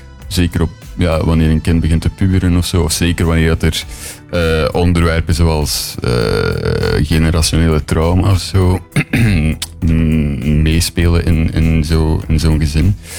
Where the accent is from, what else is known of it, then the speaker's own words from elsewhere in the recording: Sint-Niklaas, Flanders, Belgium; moved away as an adult; now in Ghent, Belgium; We zijn oorspronkelijk van Sint-Niklaas, maar ondertussen wonen we toch al enkele jaren in Gent.